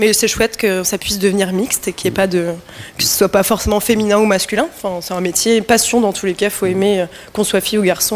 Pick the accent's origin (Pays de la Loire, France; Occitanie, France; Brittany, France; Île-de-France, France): Pays de la Loire, France; Saint-Nazaire; Je suis originaire de Saint-Nazaire.